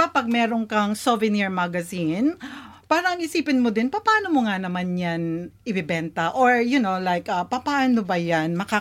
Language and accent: Tagalog; Mindanao, Philippines; moved away; I'm from Mindanao